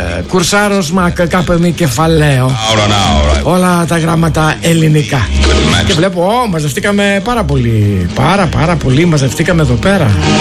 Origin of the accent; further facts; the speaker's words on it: Greece; εγώ είμαι Έλληνας που άδει και